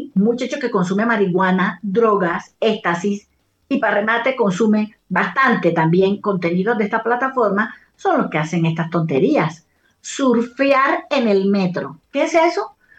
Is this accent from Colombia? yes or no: yes; Colombia; also born or lived in Barranquilla